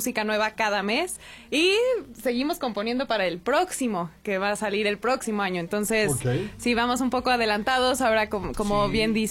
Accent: Mexico; born there; now in Querétaro, Mexico; Nací aquí, pero vivo en Querétaro.

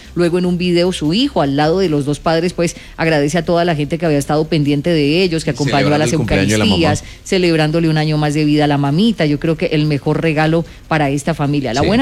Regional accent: Popayán, Cauca, Colombia; A pesar de las dificultades, estamos felices de haber nacido y crecido aquí en Popayán.

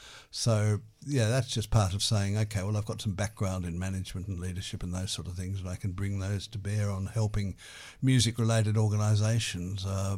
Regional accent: Hobart, Tasmania, Australia; I went to performances of the Tasmanian Symphony Orchestra when I grew up in Hobart.

